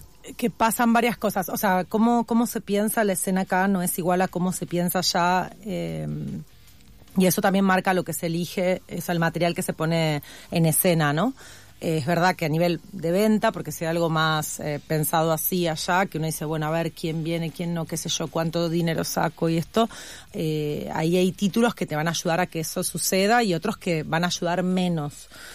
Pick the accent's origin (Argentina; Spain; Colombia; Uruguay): Argentina; moved away; lo digo como Argentina estando allá